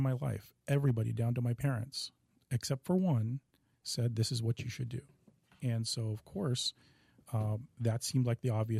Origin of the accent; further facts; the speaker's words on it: Seattle, Washington, United States; I grew up in Seattle in a pretty normal childhood.